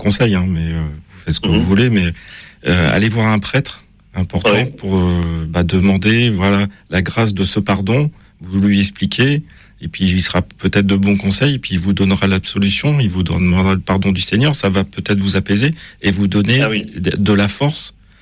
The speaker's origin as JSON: {"language": "French", "region": "Brittany", "country": "France", "said": "je suis breton."}